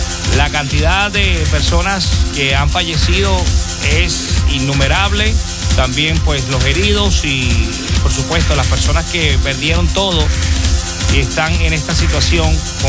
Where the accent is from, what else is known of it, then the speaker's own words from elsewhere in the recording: Venezuela; moved away; nuestro país, Venezuela, yo soy venezolano